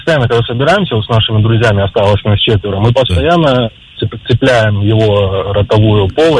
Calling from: Belorechensk, Krasnodar Krai, Russia; город Белореченск.

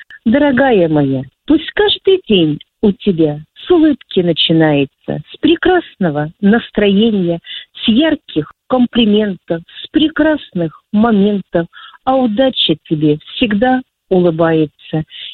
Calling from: Kursk, Kursk Oblast, Russia; Здравствуйте, Радио Дача. … из Курска.

